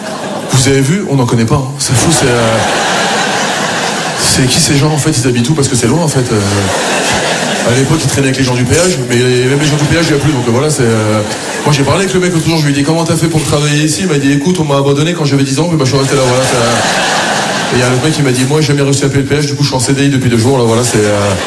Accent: France

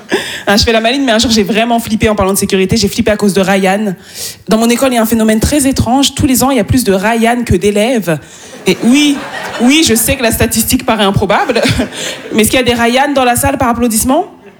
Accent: Île-de-France, France; born there

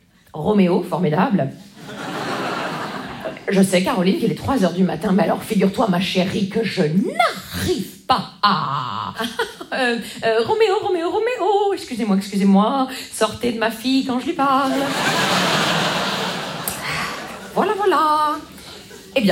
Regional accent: Grand Est, France; Vous savez, moi, je viens des Vosges.

